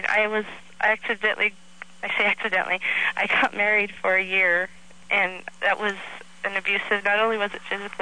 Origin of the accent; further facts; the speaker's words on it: Chino, California, United States; also born or lived in East Los Angeles; I was born and raised in the L.A. area. I was born in East L.A. I grew up in Chino.